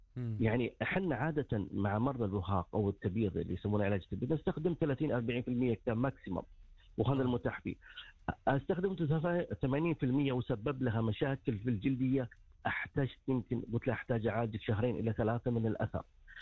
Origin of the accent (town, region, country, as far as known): Saudi Arabia